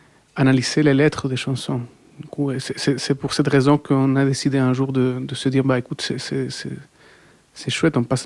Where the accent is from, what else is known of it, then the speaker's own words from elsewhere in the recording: Chile; now in Brussels, Belgium; je suis latino-américain, je viens du Chili.